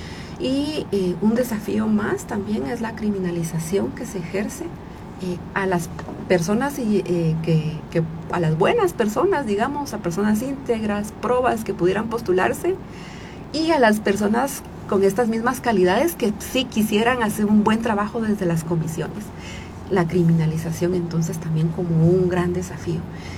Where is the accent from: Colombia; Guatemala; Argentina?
Guatemala; nosotras como guatemaltecas